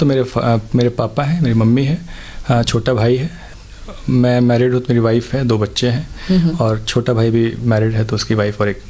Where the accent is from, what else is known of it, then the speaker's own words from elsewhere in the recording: Katras, Jharkhand, India; moved away as an adult; also born or lived in Dhanbad; now in Ranchi, India; मैं धनबाद का रहने वाला हूँ। धनबाद में एक छोटा सा टाउन है कतरास। मेरा बचपन वहीं बीता है, मेरी 10th तक की पढ़ाई वहीं पे हुई है और फिर 11th-12th मेरी धनबाद में हुई है।